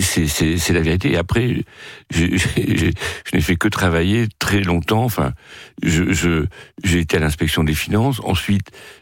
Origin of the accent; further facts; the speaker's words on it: France; born there; also born or lived in Rio de Janeiro, Brazil; J'ai surtout démarré très loin de la France, puisque je n'ai pas de sang français. Je suis né au Brésil. Je suis arrivé en Europe par le troisième mariage de ma mère, qui épousait un Français